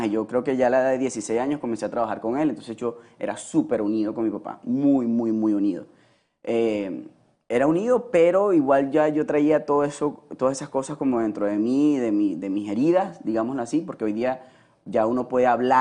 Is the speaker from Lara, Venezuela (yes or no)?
yes; Barquisimeto, Lara, Venezuela; moved away; allá en mi ciudad, en Barquisimeto